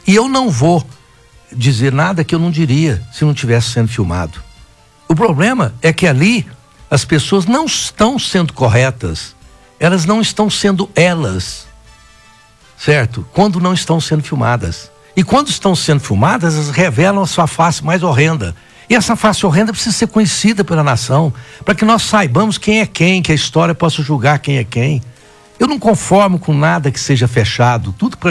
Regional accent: Brazil

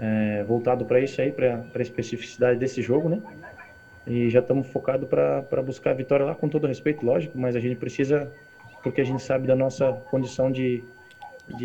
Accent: Santa Catarina, Brazil; now in Paraná, Brazil; eu sou catarinense, né?

